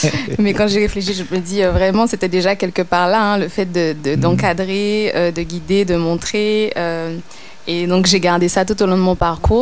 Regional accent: Baillif, Guadeloupe; moved away as an adult; also born or lived in Vieux-Habitants; now in Bordeaux, France; J'ai fait ma scolarité donc sur la Basse-Terre, donc primaire à l'école La Persévérance de Baïf, le collège à Basse-Terre, le lycée aussi. À Rivière-des-Pères, et puis ensuite je suis partie pour les études sur Bordeaux.

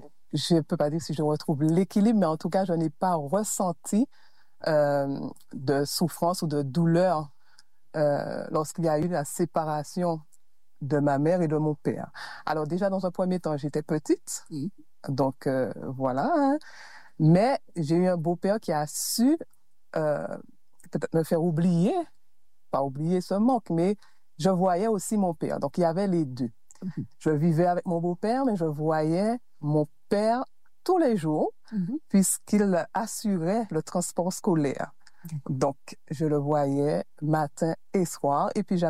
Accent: Le Robert, Martinique; j'ai grandi au Robert. Hein? Je suis née en Martinique.

